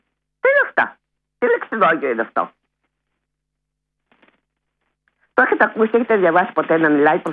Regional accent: Gargalianoi, Peloponnese, Greece; στην πατρίδα μου στου Γαργαλιάδους

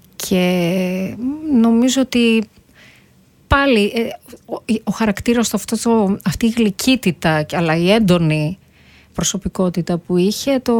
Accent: Greece; σαν Ελληνίδα πολίτης

